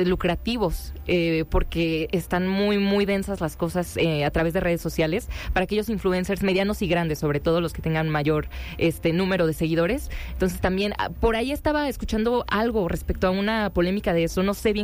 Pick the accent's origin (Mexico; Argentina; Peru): Mexico; State of Mexico; born there; estaba en la feria de mi pueblo, en Estado de México